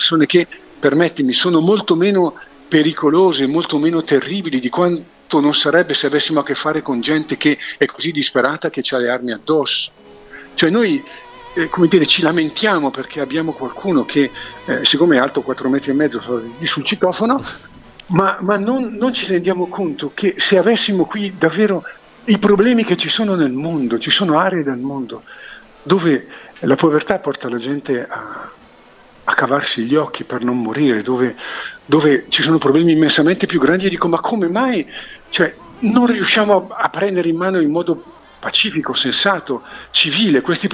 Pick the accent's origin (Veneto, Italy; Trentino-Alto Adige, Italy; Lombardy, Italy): Lombardy, Italy; Milan; E non per niente io amo ricordare da milanese che qui a Milano, alla stazione centrale, al binario 21